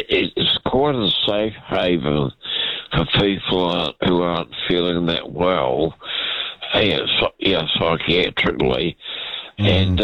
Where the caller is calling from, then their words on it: Christchurch, Canterbury, New Zealand; it's cold down here in Christchurch.